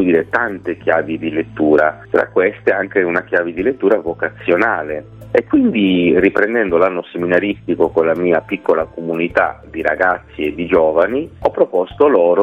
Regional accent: Olbia, Sardinia, Italy; moved away as an adult; now in Palau, Italy; io sono di origine palaese, anche se nato e cresciuto ad Olbia

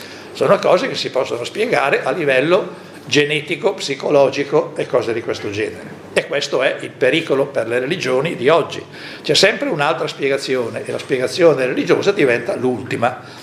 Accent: northern Italy, Italy

